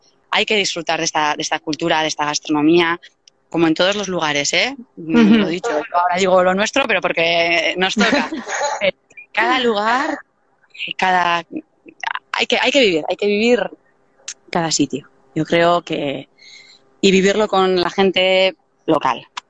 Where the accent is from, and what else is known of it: Deba, Basque Country, Spain; born there